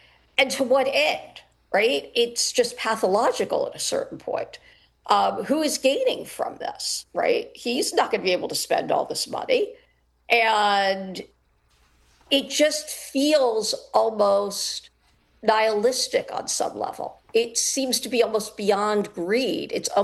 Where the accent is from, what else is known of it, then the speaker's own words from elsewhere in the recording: New York, United States; now in Los Angeles, United States; I mean, I'm a New Yorker, so even though I live in Los Angeles these days, I'm still a New Yorker.